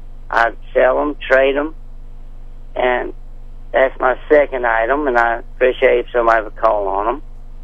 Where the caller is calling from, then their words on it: Franklin, Missouri, United States; Franklin, Missouri.